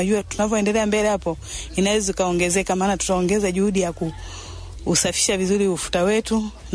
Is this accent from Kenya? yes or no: no; Chirurumo, Songwe, Tanzania; Natokea kijiji cha Chirurumo, wilaya ya Momba, mkoa wa Songwe. Ni mkulima wa zao la ufuta na mazao mengine.